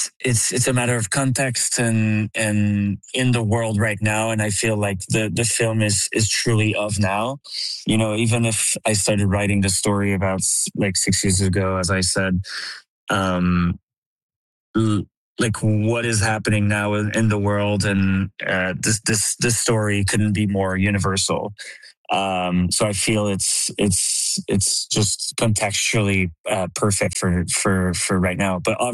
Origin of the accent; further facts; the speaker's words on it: Quebec, Canada; just growing up in Quebec and with the understanding of like First Nation and then, you know, kind of like two colonial powers kind of taking over after